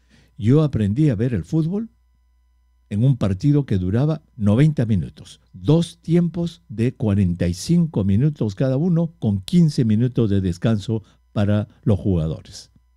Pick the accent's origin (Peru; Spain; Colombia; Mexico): Peru; now in United States